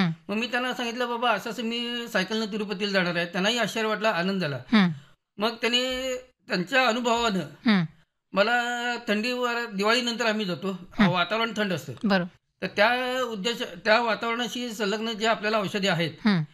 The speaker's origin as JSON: {"language": "Marathi", "region": "Maharashtra", "country": "India", "tie": "born or raised there"}